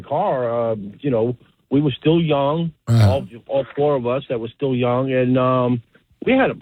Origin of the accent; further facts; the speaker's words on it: New York City, New York, United States; born there; moved away; also born or lived in Pennsylvania; But we was brought up in Queens, New York, so there wasn't no drive-ins back in there. But when we moved to Pennsylvania